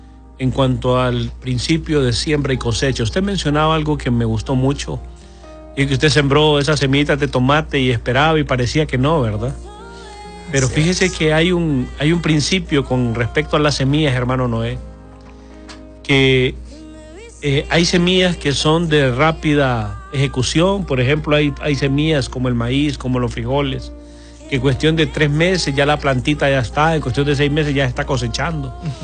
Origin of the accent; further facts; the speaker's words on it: Olancho, Honduras; Yo crecí ahí en Olancho, compartiendo el patio de mi casa con el patio de mi abuela, de la casa de mi abuela.